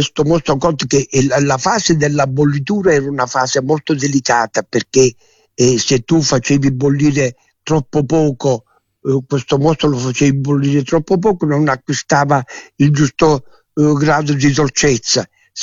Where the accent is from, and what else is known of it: Saracena, Calabria, Italy